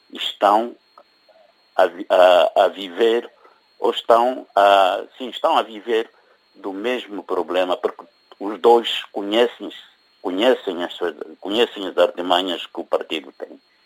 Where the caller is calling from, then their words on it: Angola; Eu, enquanto angolano, sinto-me triste de saber que no meu país